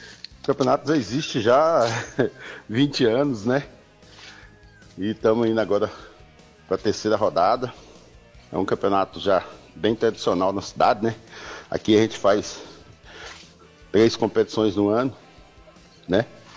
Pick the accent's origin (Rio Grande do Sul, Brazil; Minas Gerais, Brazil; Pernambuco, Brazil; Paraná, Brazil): Minas Gerais, Brazil; now in Paracatu, Brazil; Vazante é minha terra também, né, porque eu sou aí do Canastra, o municípiozinho aí, né, dos bagres.